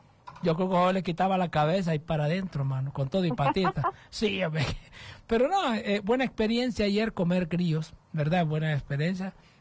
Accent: Estelí, Nicaragua; Estelí, comiendo, que andaba en mi pueblo.

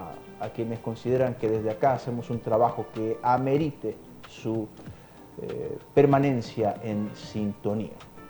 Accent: Honduras; somos hondureños

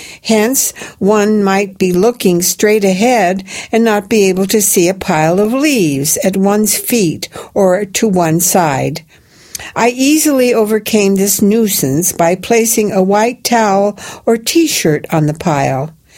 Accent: Clemson, South Carolina, United States; I grew up in Clemson, South Carolina, a relatively small college town near the Blue Ridge Mountains, in the northwestern portion of the state.

